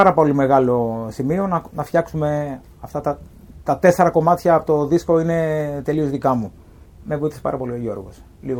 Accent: Krokees, Peloponnese, Greece; καθόμουν στο αγαπημένο μου μέρος στο χωριό μου που είναι οι Κροκές Λακωνίας, στο μαγαζί του Γιάννη του Κατσέτου, εκεί στο καφενείο του χωριού.

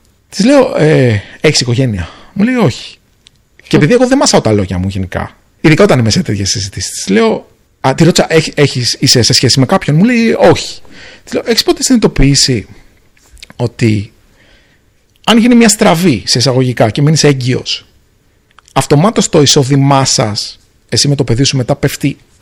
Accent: Agrinio, Western Greece, Greece; το Αγρίνιο είναι ο τόπος μου

